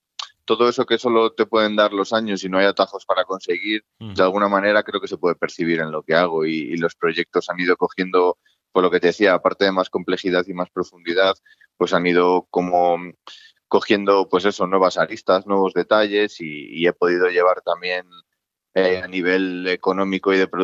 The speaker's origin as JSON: {"language": "Spanish", "town": "Valladolid", "region": "Castile and León", "country": "Spain"}